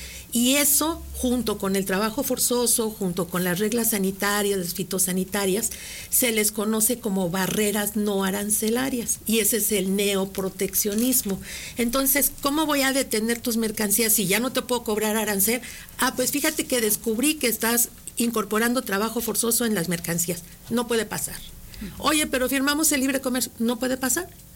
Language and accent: Spanish; Mexico